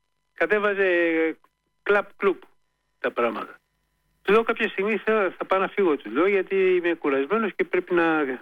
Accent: Peloponnese, Greece; που ήταν από το χωριό μου

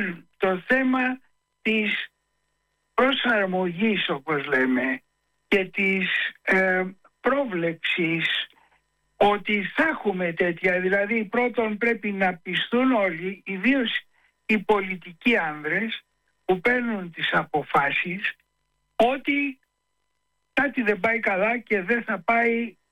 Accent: Egypt; στην πατρίδα μου την Αίγυπτο

